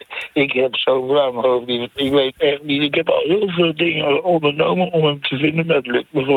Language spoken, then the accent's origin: Dutch; Groningen, Netherlands; also born or lived in Friesland; now in The Hague, Netherlands; Ik ben in Friesland geboren, getogen in Groningen. En ik woon al 30, 40 jaar in Den Haag.